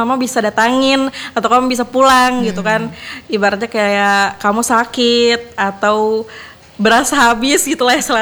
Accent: Samboja, East Kalimantan, Indonesia; born or raised there

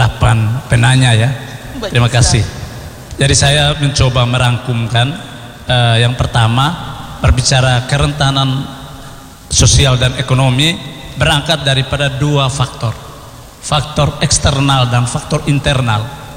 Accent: East Nusa Tenggara, Indonesia; kita orang NTT

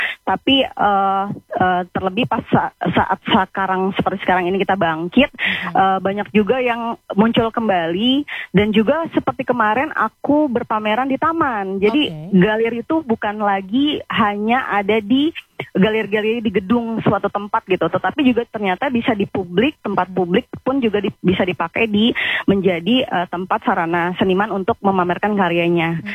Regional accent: Jakarta, Indonesia; Begitu pula warga-warga Jakarta atau aku pun sebagai orang yang hidup di metropolitan itu bisa bertahan gitu.

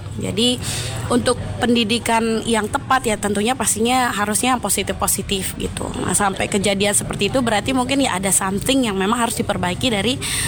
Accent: West Nusa Tenggara, Indonesia; Kak, saya aslinya Lombok Timur, tapi tinggalnya di sini.

